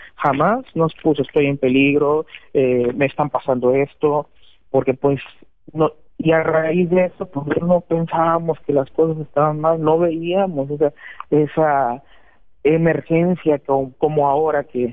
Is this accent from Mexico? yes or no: yes; Poza Rica, Veracruz, Mexico; nosotros somos de Poza Rica, Veracruz